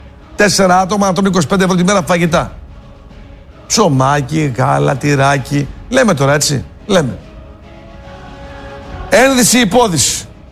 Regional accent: Greece; η Ελλάδα, η πατρίδα μου

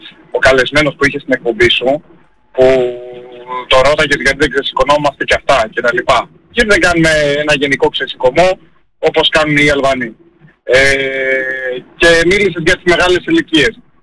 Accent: Peristeri, Attica, Greece; Ναι, ναι, από Περιστέρι.

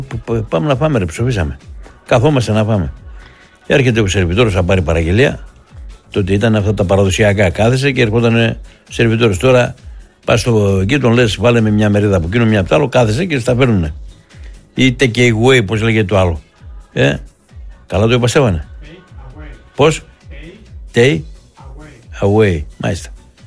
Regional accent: Thessaloniki, Central Macedonia, Greece; Εμείς από τη Θεσσαλονίκη πήγαμε πάνω στα βουνά να πάμε να φάμε ψάρια.

